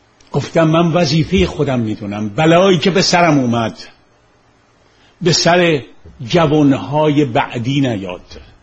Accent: Iran

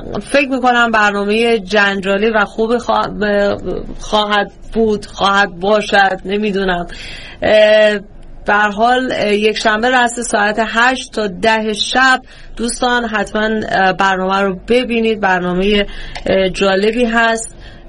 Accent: Iran; من که در ایران بعد از انقلاب بزرگ شدم.

